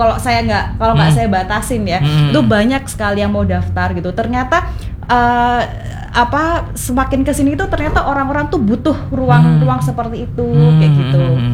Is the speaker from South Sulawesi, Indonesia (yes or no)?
no; Surabaya, East Java, Indonesia; born there; moved away; also born or lived in Bali; Saya asli Surabaya.